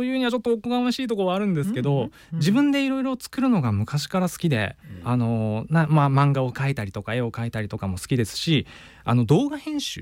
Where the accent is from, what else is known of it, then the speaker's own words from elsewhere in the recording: Hokkaido, Japan; born there; accent: Hokkaido dialect; moved away; 日本に戻ってきて、で北海道に、あの大半はもう北海道で過ごして、で青春時代はもう北海道で過ごしたので、もう8割方どさんこと言っても過言ではないという感じですかね。